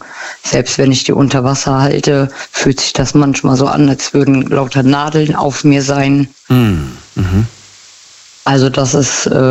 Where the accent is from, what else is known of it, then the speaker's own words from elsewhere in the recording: Westerwald, Germany; Aus dem Westerwald.